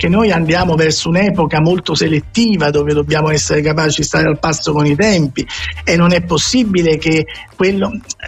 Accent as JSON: {"language": "Italian", "town": "Naples", "region": "Campania", "country": "Italy", "said": "Io sono napoletano, la mia famiglia è attestata come napoletana da 5 secoli, quindi io sono assolutamente un napoletano doc."}